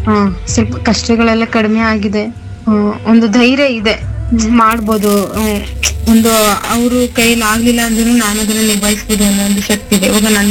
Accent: Karnataka, India

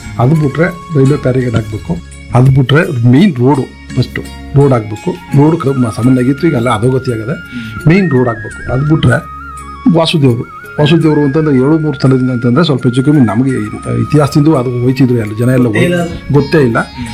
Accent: Hosakote, Karnataka, India; moved away as an adult; now in Alanahalli, India; ನಾವು ಮೂಲತಃ ಹೊಸಕೋಟೆಯವರು. ನಾವು ಇಲ್ಲಿ ಬಂದು ಜಮೀನು ಪರ್ಚೇಸ್ ಮಾಡಿ ಸ್ವಲ್ಪ ಹೆಚ್ಚಿಗೆ ಮುಂದೆ 25 ವರ್ಷ ಆಯಿತು ಇಲ್ಲಿ ಬಂದಿದ್ದೀವಿ.

